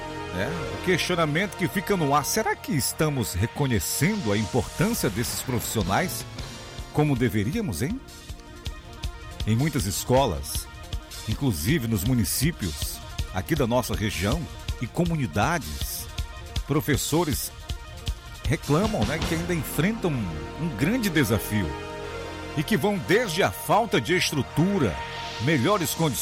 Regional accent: Alenquer, Pará, Brazil; moved away; Tenho muitas recordações de excelentes professores da minha terra, Alenquer. Grande abraço para todos em Alenquer.

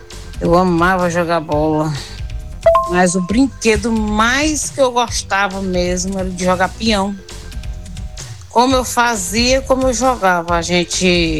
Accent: Brazil; Eu fui criada aqui na Vila Nova, moço.

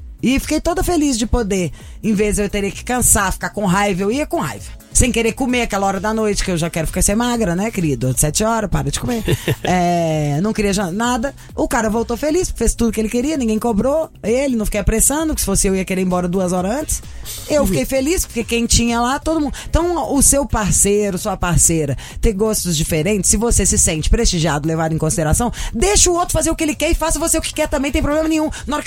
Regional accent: Belo Horizonte, Minas Gerais, Brazil; Você imagina, eu sou de Belo Horizonte, família inteira mora lá.

